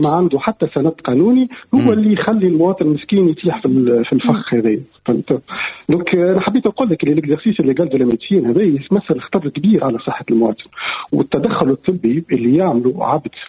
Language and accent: Arabic; Tunisia; عندنا في تونس